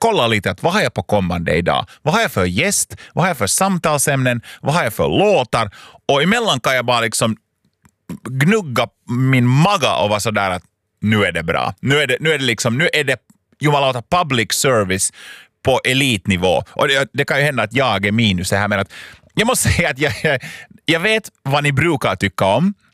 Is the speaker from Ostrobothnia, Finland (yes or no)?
no; Lapinjärvi, Uusimaa, Finland; Jag kommer ihåg att jag hörde det här från min klockradio hemma i Lappträsk